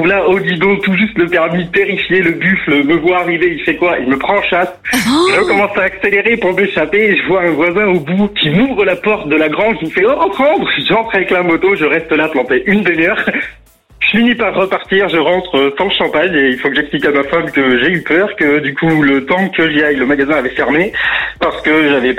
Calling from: Nouvelle-Aquitaine, France; j'habite en Gironde, au bord de l'estuaire.

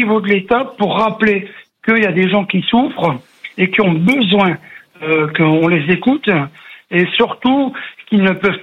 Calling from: Templeuve-en-Pévèle, Hauts-de-France, France; Temple en Pévèle.

